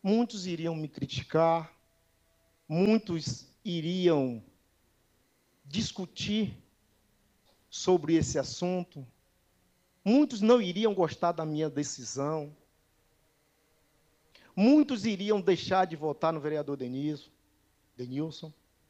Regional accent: Bahia, Brazil; born there; Picado, terra onde eu nasci.

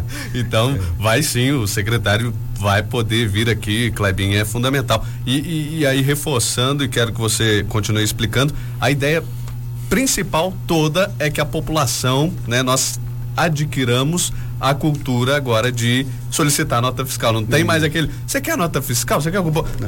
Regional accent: Brazil; nós enquanto brasileiros não gostamos dessa palavra

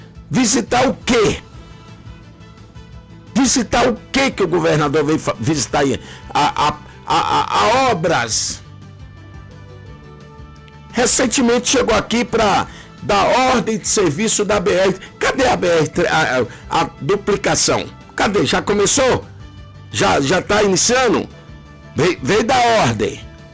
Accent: Bahia, Brazil; Para nós que somos baianos

